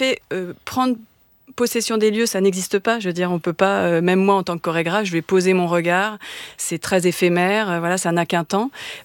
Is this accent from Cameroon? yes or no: no; Paris, Île-de-France, France; je suis parisienne